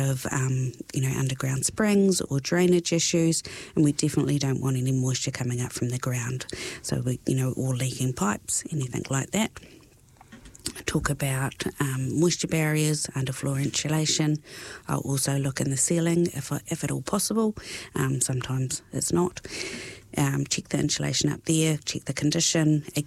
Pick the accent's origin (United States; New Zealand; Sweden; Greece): New Zealand; Waitahuna, Otago; also born or lived in Wellington; I grew up down this way. I grew up in Waitahuna, small country town.